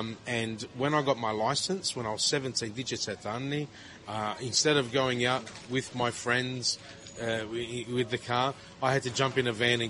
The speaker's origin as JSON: {"language": "English", "town": "Sydney", "region": "New South Wales", "country": "Australia", "said": "And they say, where are you from? And I say, I'm from Sydney."}